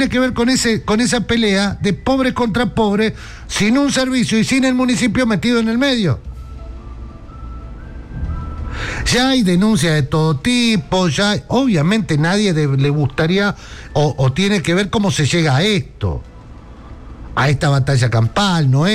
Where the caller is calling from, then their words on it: Berisso, Buenos Aires Province, Argentina; Soy de Berisso, barrio El Carmen.